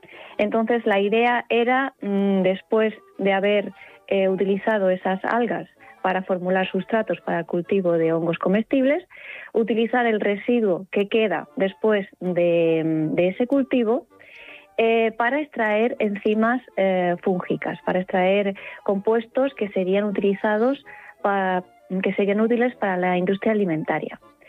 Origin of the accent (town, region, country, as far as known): Murcia, Region of Murcia, Spain; born or raised there